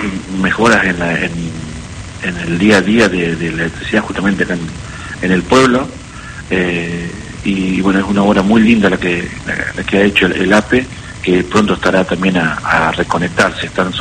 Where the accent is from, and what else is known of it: Carro Quemado, La Pampa, Argentina